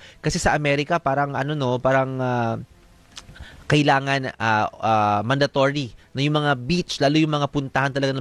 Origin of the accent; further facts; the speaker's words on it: Virac, Bicol Region, Philippines; now in Metro Manila, Philippines; gayon din po sa amin sa Vera Catanduanes